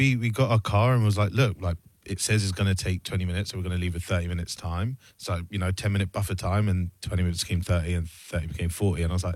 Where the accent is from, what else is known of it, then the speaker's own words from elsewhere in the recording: Luton, East of England, United Kingdom; I'm just from outside of London, a place called Luton. You guys definitely wouldn't know it, but it's a tiny little town outside London.